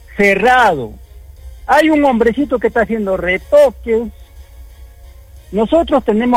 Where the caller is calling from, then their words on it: Arequipa, Peru; nosotros somos de Selva Alegre.